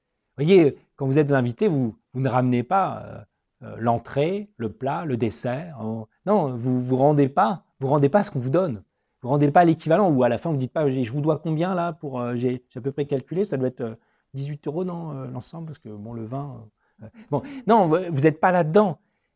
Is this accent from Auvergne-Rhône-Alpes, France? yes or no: no; Metz, Grand Est, France; born there; moi je suis né à Metz en France, moi je m'appellerais Metz France.